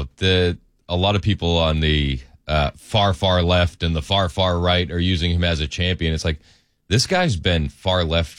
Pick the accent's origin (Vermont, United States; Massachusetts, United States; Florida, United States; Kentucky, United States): Massachusetts, United States; I grew up outside of Boston.